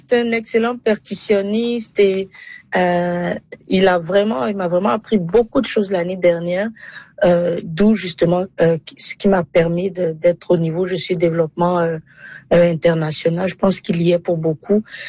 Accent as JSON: {"language": "French", "country": "Côte d’Ivoire", "tie": "born there", "said": "Donc, moi, je suis née en Côte d'Ivoire, originaire, qui est l'Afrique de l'Ouest."}